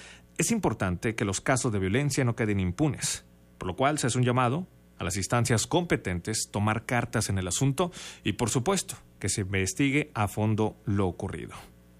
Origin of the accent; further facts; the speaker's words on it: Chihuahua, Mexico; No hay que olvidar que somos mexicanos, somos chihuahuenses.